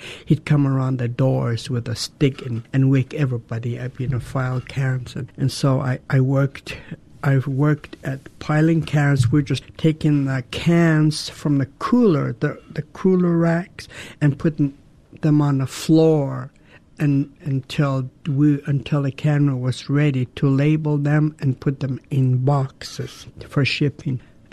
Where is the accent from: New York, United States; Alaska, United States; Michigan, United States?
Alaska, United States; Douglas; I was born and raised in Douglas. I belong to the Raven Clan. I come from the Whale House in Tlaquan.